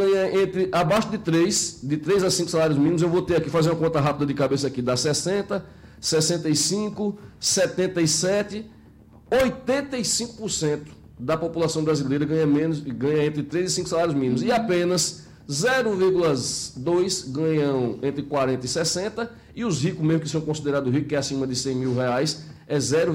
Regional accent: Campina Grande, Paraíba, Brazil; nós somos de Campina Grande

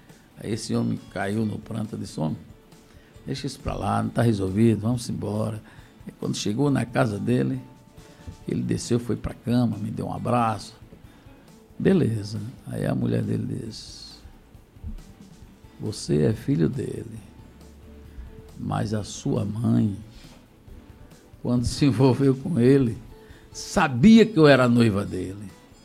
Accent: Paraíba, Brazil; moved away; also born or lived in Rio de Janeiro; eu sou da Paraíba, mas eu trabalho em rádio no Rio de Janeiro

